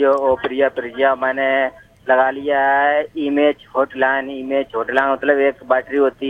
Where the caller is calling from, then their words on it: Farrukhabad, Uttar Pradesh, India; बात कर रहा हूँ, डिस्ट्रिक्ट फरुखाबाद उत्तर प्रदेश यूपी से।